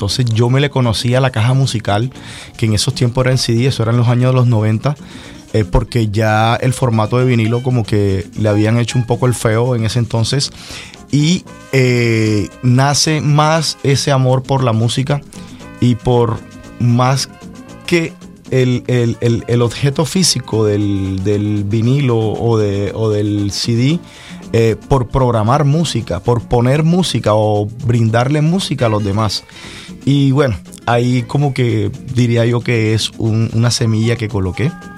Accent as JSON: {"language": "Spanish", "town": "Cartagena", "region": "Bolívar", "country": "Colombia", "tie": "born or raised there", "lives_now": "Barranquilla, Colombia", "said": "Soy nacido en Cartagena, en un barrio muy popular, el barrio El Espinal. Y allí en Cartagena al principio pues pude adquirir todo lo que tiene que ver mis conocimientos de música"}